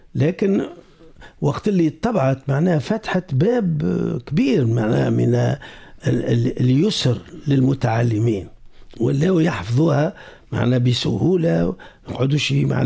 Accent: Tunisia; لكن اللي همنا احنا في بلدنا تونس

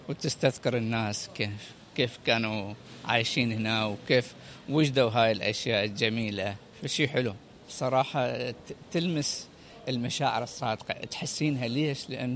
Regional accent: Iraq; الناس يرحبون بيك يعني كعراقي، يعني محبة خاصة يعني تلمسها بهذا الشيء أكيد.

